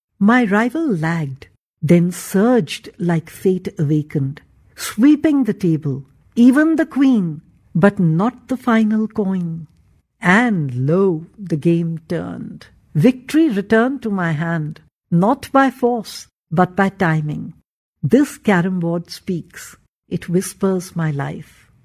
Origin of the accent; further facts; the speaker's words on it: Delhi, India; I was born and brought up in Delhi.